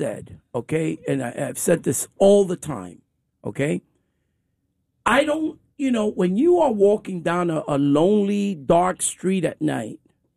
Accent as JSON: {"language": "English", "town": "New York City", "region": "New York", "country": "United States", "tie": "born or raised there", "said": "I grew up in the Lower East Side, brother."}